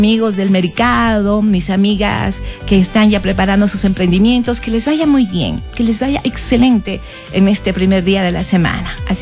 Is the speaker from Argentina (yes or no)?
no; Ecuador; Así somos los ecuatorianos